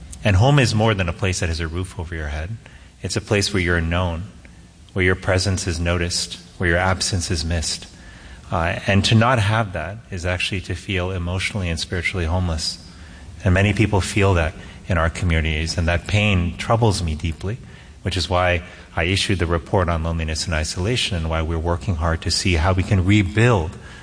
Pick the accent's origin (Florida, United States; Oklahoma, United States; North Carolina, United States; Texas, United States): Florida, United States; Miami; born or raised there